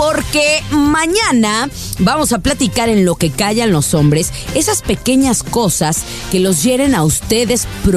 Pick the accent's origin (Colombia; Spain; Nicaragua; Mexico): Mexico; Guadalajara, Jalisco; moved away; Nosotras somos las tapatías que importaron desde Guadalajara, Jalisco, México.